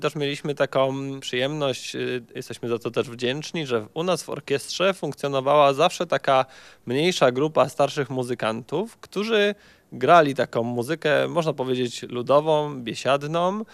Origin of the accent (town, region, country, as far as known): Greater Poland Voivodeship, Poland